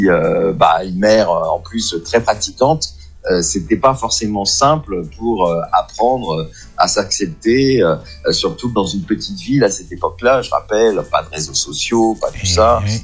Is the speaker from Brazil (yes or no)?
no; Béthune, Hauts-de-France, France; moved away as an adult; also born or lived in Noeux-les-Mines / Lille / Paris; une vie après à Béthune jusque mes 18 ans avant de partir mes études à Lille, puis après à Paris.